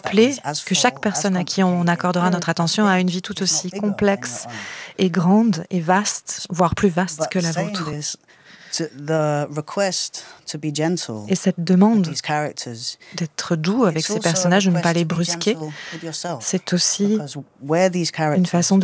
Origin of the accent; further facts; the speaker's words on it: London, United Kingdom; Moi, je suis née, j'ai grandi à Londres et parfois, ma ville peut être dévorante.